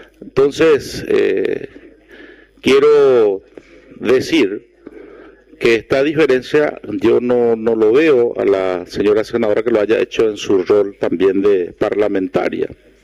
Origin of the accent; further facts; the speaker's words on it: Paraguay; nosotros, como paraguayos y como nación